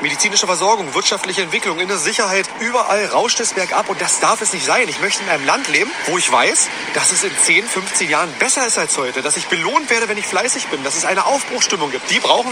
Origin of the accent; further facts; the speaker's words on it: Berlin, Germany; seine eigene Heimat, seine eigene Stadt nicht mehr wieder. Und das sage nicht nur ich, das sagen sehr viele alteingesessene Berliner.